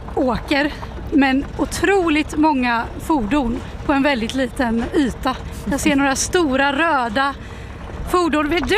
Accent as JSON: {"language": "Swedish", "town": "Gothenburg", "region": "Västra Götaland County", "country": "Sweden", "tie": "born or raised there", "said": "jag är från Göteborg och jag är uppväxt i stan."}